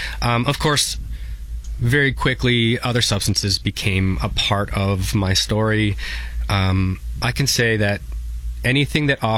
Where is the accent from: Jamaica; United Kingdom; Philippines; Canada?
Canada; St. Catharines, Ontario; born or raised there